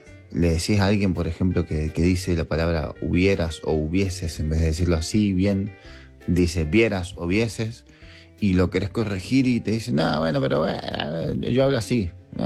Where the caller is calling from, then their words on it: Mendoza, Argentina; Yo soy de Lomas Ticas, acá en Mendoza. Y estoy acostumbrado a la gente que habla como el culo porque hablamos como el culo.